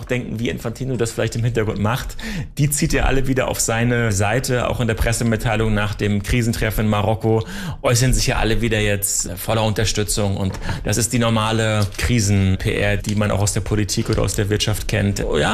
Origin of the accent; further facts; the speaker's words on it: Germany; ich komme aus Deutschland.